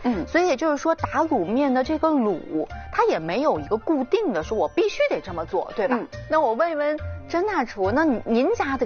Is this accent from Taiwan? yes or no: no; Shaanxi, China; 这个打卤面作为一个陕西人来说，我有一点疑惑